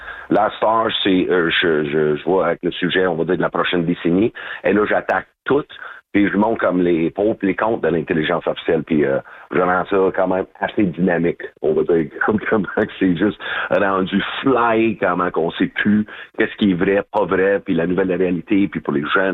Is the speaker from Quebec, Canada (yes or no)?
no; Edmonton, Alberta, Canada; moved away; also born or lived in Ontario; j'ai commencé en anglais. Je viens d'Edmonton, Alberta.